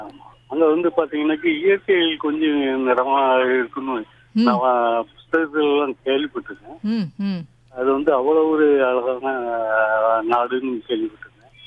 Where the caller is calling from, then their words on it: Tiruvallur, Tamil Nadu, India; திருவள்ளூர்ல இருந்து